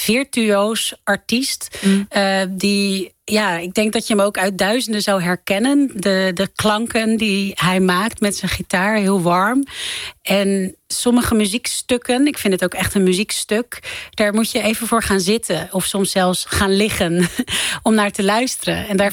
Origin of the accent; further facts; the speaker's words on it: Amsterdam, North Holland, Netherlands; Ik ben opgegroeid in Amsterdam-Noord. En dat is toch een buurt waar ook heel veel problemen zijn.